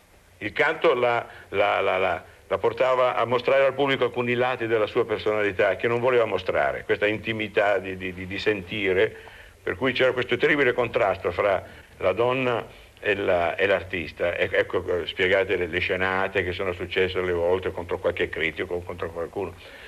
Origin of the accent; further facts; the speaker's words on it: Sicily, Italy; lei è greca, e io sono siciliano, Grecia e Magna Grecia.